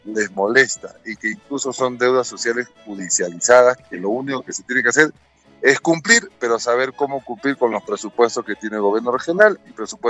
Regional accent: Ancash, Peru; yo soy un ancashino orgulloso de mi tierra

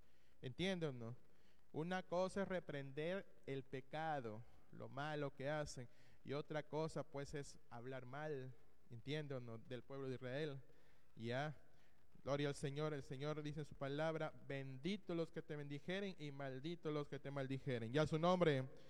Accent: Peru; Ahí estamos incluidos también nosotros que somos del Perú.

